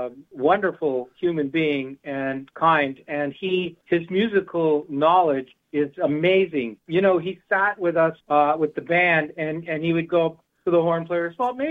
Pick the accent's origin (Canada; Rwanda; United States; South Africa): Canada; now in Toronto, Canada; We are Canadian, and we live in Toronto